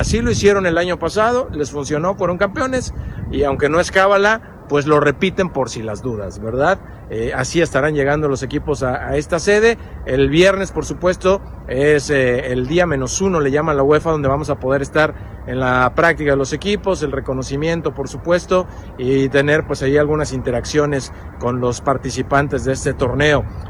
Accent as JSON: {"language": "Spanish", "country": "Mexico", "said": "a quien le mencionamos que venimos de México, fíjate que luego sacan como referencia a Cancún y la Riviera Maya"}